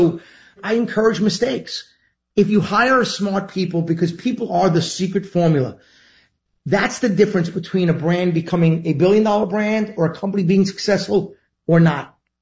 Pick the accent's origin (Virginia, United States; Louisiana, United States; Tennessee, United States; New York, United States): New York, United States; Queens; It's why I always say … from Queens, right?